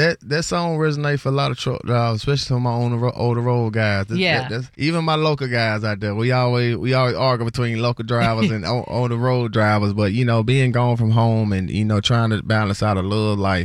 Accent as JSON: {"language": "English", "town": "Decatur", "region": "Mississippi", "country": "United States", "said": "Nah, I'm from Decatur, Mississippi."}